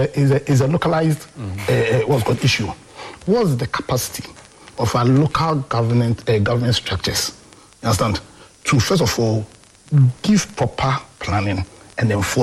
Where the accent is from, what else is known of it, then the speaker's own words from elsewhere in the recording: Accra, Greater Accra, Ghana; also born or lived in Kumasi; I'm a Kumasi born boy who grew up in Accra.